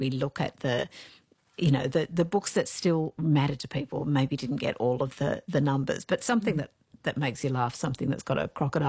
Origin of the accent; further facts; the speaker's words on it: Dapto, New South Wales, Australia; And from Wollongong. I grew up in Dapto, so shout out to all of that.